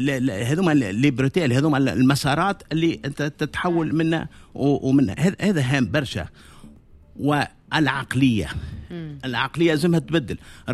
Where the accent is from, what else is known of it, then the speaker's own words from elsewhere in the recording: Tunisia; قلت لهم توا احنا أكثر الكراهب موجودين عندنا في تونس من الماركة هذه